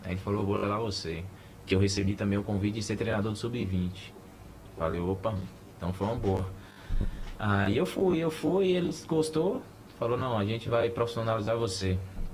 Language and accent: Portuguese; Bahia, Brazil; Serrano é da Bahia, lá da minha cidade, que disputava o Campeonato Baiano.